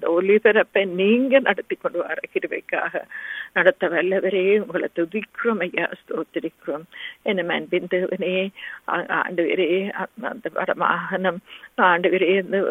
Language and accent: Tamil; Sri Lanka; moved away; ஆண்டவரே நாங்க பிறந்து வளர்ந்த அந்த தேசத்துக்காக உங்களை வருகிறோம்.